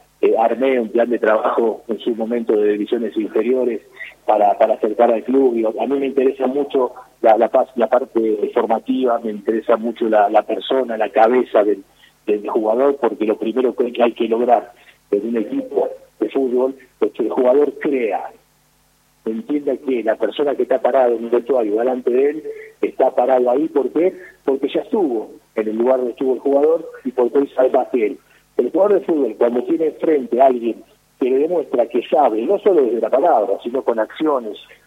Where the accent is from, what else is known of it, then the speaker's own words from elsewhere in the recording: Argentina; nosotros, como argentinos